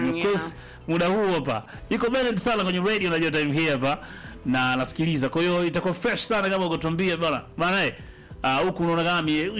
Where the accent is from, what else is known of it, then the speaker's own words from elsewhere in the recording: Magofu, Mwanza, Tanzania; Yani natoka Magofu kwa juu kidogo pale fresh kabisa